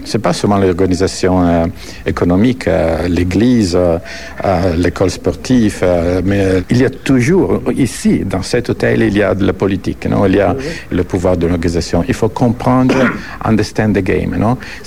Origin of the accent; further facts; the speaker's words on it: Italy; je suis italien, je suis catholique